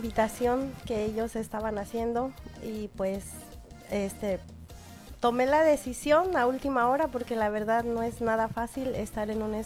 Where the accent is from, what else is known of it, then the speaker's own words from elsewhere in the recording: State of Mexico, Mexico; porque yo soy del Estado de México. No soy del estado de Puebla